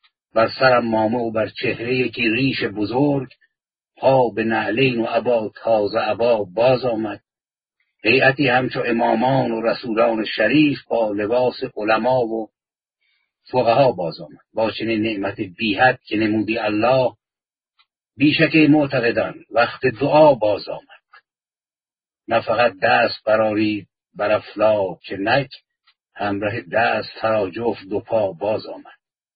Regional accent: Iran; نوروز واقعا با زندگی من به عنوان یک ایرانی و به عنوان یک شاعر ایرانی سالهاست آمیخته.

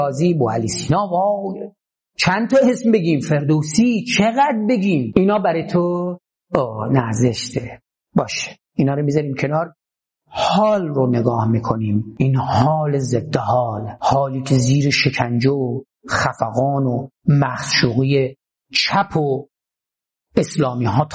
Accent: Bandar-e Anzali, Gilan, Iran; ما تو شهر خودمون انزلی قبرستان لهستانیا داشتیم

